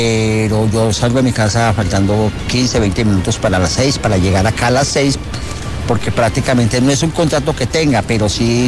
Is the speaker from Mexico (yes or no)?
no; Pereira, Risaralda, Colombia; Yo soy pereirano. Yo siempre he vivido acá, llevo 15 años vendiendo café aquí en esta esquina, todos los días.